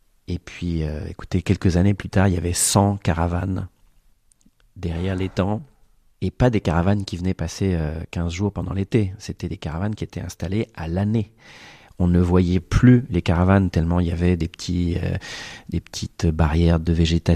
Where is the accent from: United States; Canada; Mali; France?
France; Hombourg-Budange, Grand Est; moi, j'ai grandi ici.